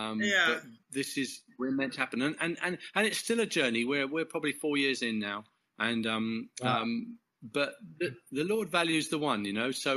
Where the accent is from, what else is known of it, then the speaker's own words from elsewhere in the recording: England, United Kingdom; Of this, there are about 300 people there, and I'm English.